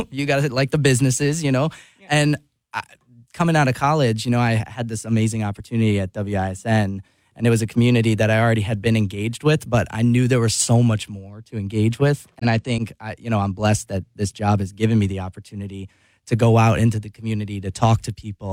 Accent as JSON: {"language": "English", "town": "Boston", "region": "Massachusetts", "country": "United States", "tie": "born or raised there", "also_born_or_lived": "Connecticut", "moved": "as an adult", "lives_now": "Milwaukee, United States", "said": "I grew up in Boston, Massachusetts. My parents, we originally grew up in Connecticut. My parents split up. My dad moved to Chicago when I was very little. So I had some experience in the Midwest."}